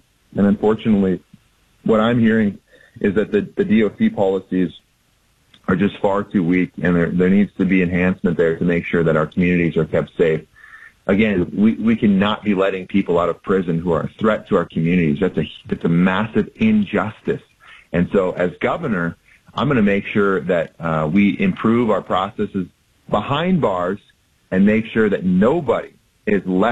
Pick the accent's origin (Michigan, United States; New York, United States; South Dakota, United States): South Dakota, United States; Dell Rapids; born there; also born or lived in Yankton, South Dakota; I was born in Yankton, actually, and did a little growing up there. My family moved up to Del Rapids when I was a kid.